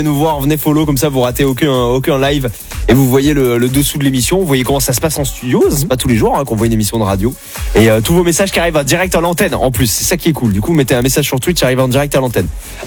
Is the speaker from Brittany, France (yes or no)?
no; Mont-de-Marsan, Nouvelle-Aquitaine, France; moi je viens d'une petite ville de Mont-de-Marsan, et du coup effectivement les parents savent qu'il vaut mieux venir chercher parce que nous il n'y a pas trop de taxis